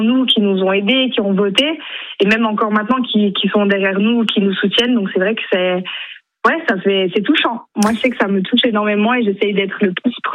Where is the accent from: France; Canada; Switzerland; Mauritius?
Switzerland; vu que je suis suisse